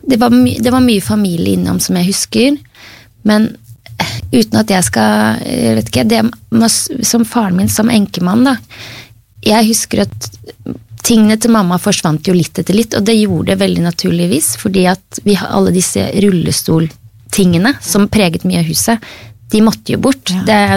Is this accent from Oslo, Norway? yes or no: yes; Oslo, Norway; Ja, det må liksom nevnes at både mamma og pappa, jeg vokste opp I Oslo, og de begge nordlendinger.